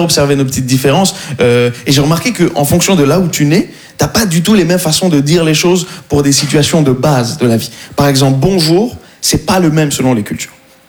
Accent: Morocco; Je suis marocain et ouais voilà, ça se voit pas du tout.

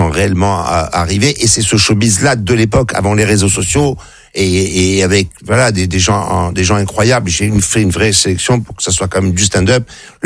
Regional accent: Marseille, Provence-Alpes-Côte d'Azur, France

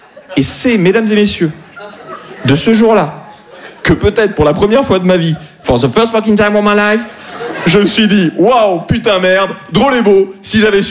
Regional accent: Bastia, Corsica, France; moved away as an adult; je connais très bien la Corse. Je suis né à Bastia. J'ai grandi pendant 17 ans là-bas

